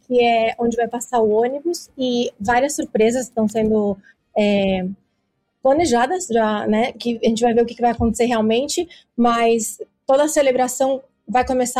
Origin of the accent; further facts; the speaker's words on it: Brazil; now in Spain; Obviamente, como brasileira, eu queria que tivesse ganhado o Brasil, mas já como não houve essa oportunidade, 100% espanhola desde então.